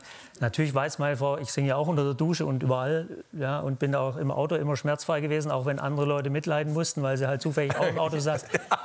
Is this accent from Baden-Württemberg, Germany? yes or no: yes; Baden-Württemberg, Germany; Nee, da bin ich Schwabe.